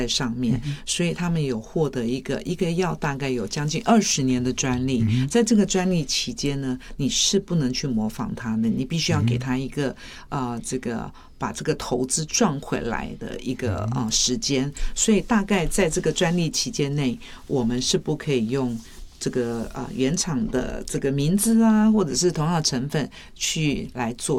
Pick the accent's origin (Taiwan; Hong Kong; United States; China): Taiwan; 我们台湾人